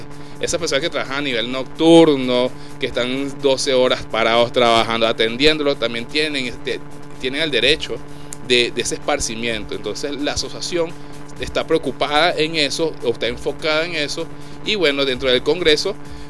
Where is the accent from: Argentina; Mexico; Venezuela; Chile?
Venezuela